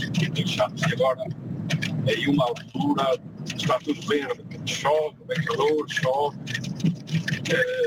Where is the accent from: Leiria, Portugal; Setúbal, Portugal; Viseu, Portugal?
Viseu, Portugal; São Martinho de Mouros; now in Germany; Aqui fala … da Alemanha, mais conhecido por … lá na minha terra onde nasci. Portanto, eu sou de São Martinho de Mouros